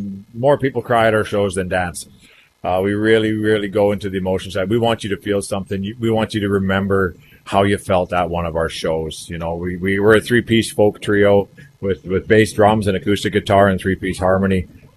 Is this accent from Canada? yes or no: yes; Saskatchewan, Canada; we come from the Great Plains of Saskatchewan.